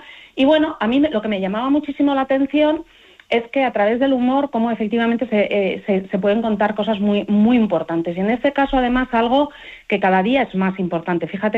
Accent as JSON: {"language": "Spanish", "town": "Valladolid", "region": "Castile and León", "country": "Spain", "said": "Valladolid, de donde soy yo, es mi tierra de origen"}